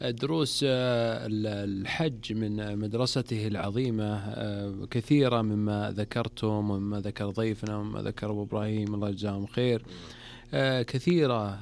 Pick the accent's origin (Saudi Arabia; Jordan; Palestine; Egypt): Saudi Arabia; نحن كسعوديين متشرفين ومعتزين ورافعين روسنا